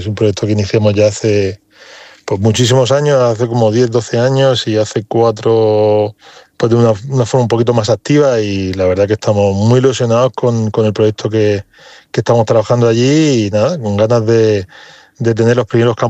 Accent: San Pedro del Pinatar, Region of Murcia, Spain; como pinatarense, como que vivo allí, como que presumo de ser de allí.

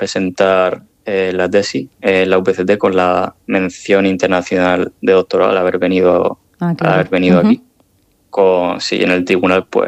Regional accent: Region of Murcia, Spain; now in Zurich, Switzerland; un saludo muy fuerte desde Zurich para los oyentes y, por supuesto, para mi tierra, para Murcia.

